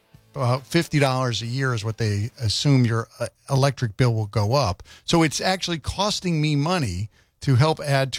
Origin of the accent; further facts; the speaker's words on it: United States; I'm an American.